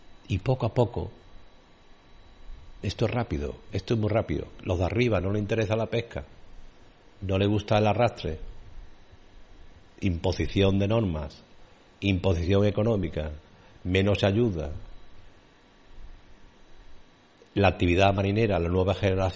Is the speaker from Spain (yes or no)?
yes; Sanlúcar de Barrameda, Andalusia, Spain; Soy hijo de marinero, me crié en Bajo de Guía